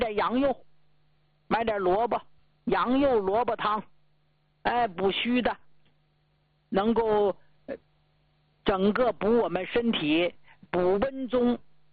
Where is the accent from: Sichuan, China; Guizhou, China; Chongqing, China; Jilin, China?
Jilin, China; 我前几年回咱们吉林老家，到我们一个老姐姐家去